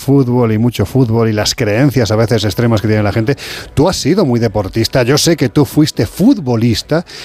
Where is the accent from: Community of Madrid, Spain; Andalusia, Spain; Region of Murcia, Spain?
Andalusia, Spain; yo como soy exagerado, soy andaluz